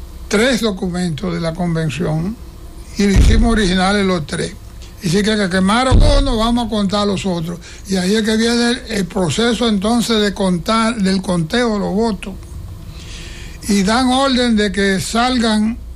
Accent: Dominican Republic

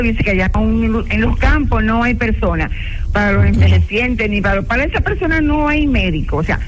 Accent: Macorís, Dominican Republic; yo soy de Macorís

